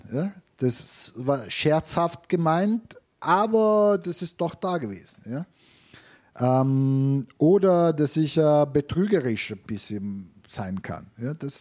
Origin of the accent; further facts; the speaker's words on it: Italy; was mich betrifft als Italiener, solange ich ein guter Italiener bin, das passt